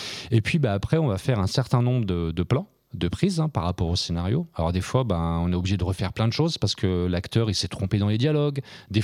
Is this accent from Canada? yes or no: no; Bourg-en-Bresse, Auvergne-Rhône-Alpes, France; moi j'ai fait des études à Bourg-en-Bresse, je suis né à Bourg-en-Bresse.